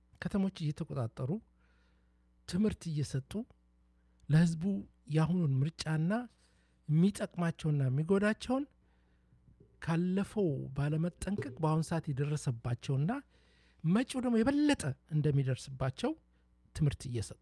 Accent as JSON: {"language": "Amharic", "region": "Dire Dawa", "country": "Ethiopia", "tie": "born or raised there", "second_language": "Amharic", "said": "ቢሆንም ለመናገር አቅተኛ በኦሮምኛውን ሞክራለሁ ሶማሊኛውን ሞክራለሁ። ለምን ድሬ ተወልጄ ያደኩኝ ሁሉንም እንደዛው እንዋደዳለን እንወዳለን።"}